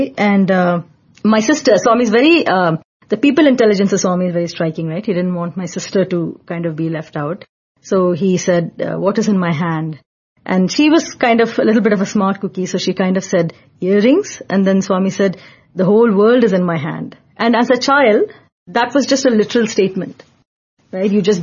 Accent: Canada; born there; first language Tamil; English is a second language; And although I was born in Canada and I grew up for a couple of years in Canada, I didn't know a single word of English. I knew Tamil, which was our native tongue.

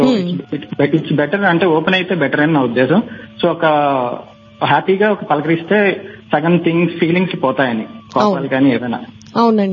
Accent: Visakhapatnam, Andhra Pradesh, India; now in Hyderabad, India; So నేను విశాఖపట్నం నుంచి ప్రస్తుతం హైదరాబాద్ లో జాబ్ చేస్తున్నాను.

